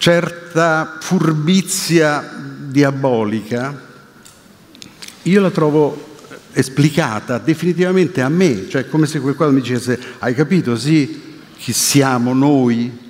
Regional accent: Rome, Lazio, Italy; Io che sono nato e vissuto a Roma

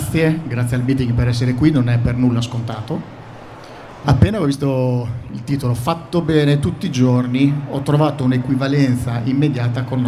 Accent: Emilia-Romagna, Italy; sono romagnolo

